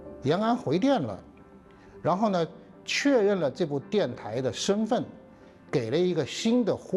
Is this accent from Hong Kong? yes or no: yes; Shek Shui Kan, Hong Kong; 我们现在在这个位置叫乌蛟腾村，这里是石水涧村，是我的老家。